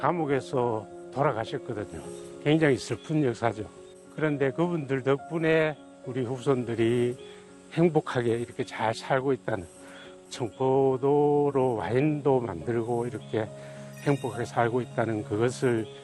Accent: Andong, North Gyeongsang, South Korea; born there; 그래서 아. 여기서 태어난 게 참 복이죠. 자부심도 네. 많고 또 반면에 또 부담감도 많죠.

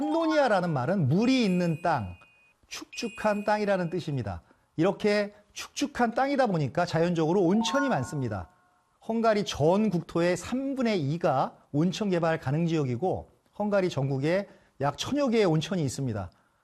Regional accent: South Korea

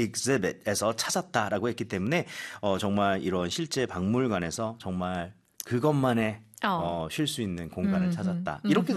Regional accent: Goseong, South Gyeongsang, South Korea; 어머, 저희 고향입니다. 경남 고성.

